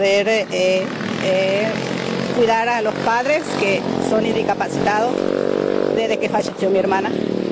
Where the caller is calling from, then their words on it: Buenos Aires, Argentina; Hace 35 años que yo vivo en Buenos Aires.